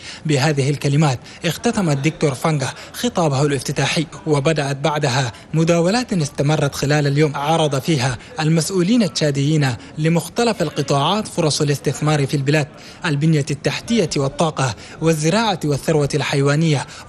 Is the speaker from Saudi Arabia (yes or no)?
no; Chad; لبلادنا تشاد